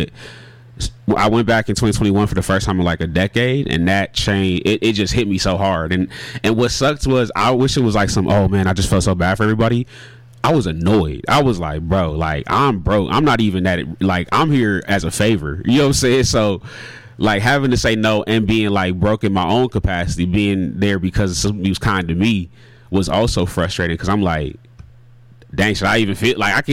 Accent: United States; me being Black American as well as Ghanaian, I grew up here. I grew up in America. I grew up a black man, like, and I claim that proudly.

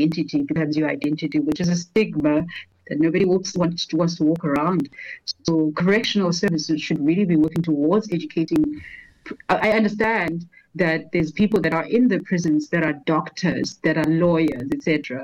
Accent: Western Cape, South Africa; But now, I grew up in the Western Cape. That is a much more, like, better province with more resources.

